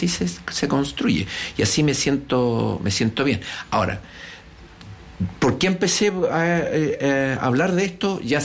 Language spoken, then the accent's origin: Spanish; Chile; lo que somos como chilenos